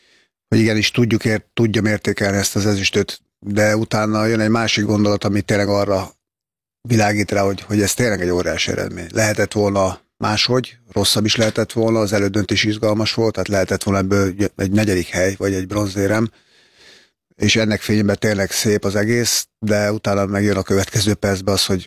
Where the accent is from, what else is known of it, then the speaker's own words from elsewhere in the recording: Szentes, Csongrád-Csanád, Hungary; moved away as an adult; now in Budapest, Hungary; ahonnan én jöttem, ugyebár a vidéki srác Szentesről kerültem fel